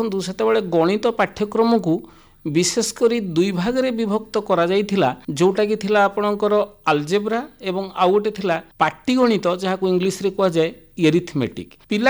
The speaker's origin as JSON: {"language": "Odia", "region": "Odisha", "country": "India", "tie": "born or raised there", "lives_now": "Rayagada, India", "said": "ପ୍ରକୃତ ଘର କଟକ ଜିଲ୍ଲା।"}